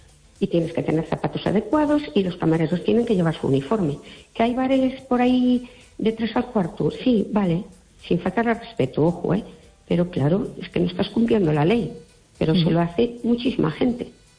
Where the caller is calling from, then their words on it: Fene, Galicia, Spain; Hola, buenas noches